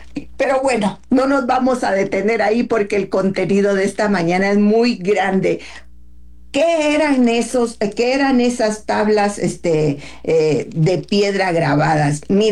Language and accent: Spanish; Guatemala; now in Mexico; hablando como guatemalteca